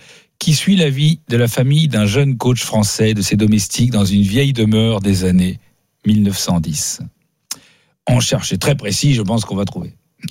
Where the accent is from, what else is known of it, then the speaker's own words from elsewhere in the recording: Paris, Île-de-France, France; passé un an et demi à petit, je crois c'est CE1, CE2, CM1 dans un village dans le sud-ouest. Et moi je venais de Paris.